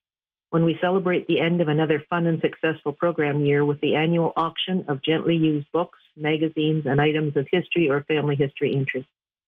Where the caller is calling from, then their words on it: Garson, Ontario, Canada; I'm calling from Garson on behalf of the Sudbury District Branch of Ontario Ancestors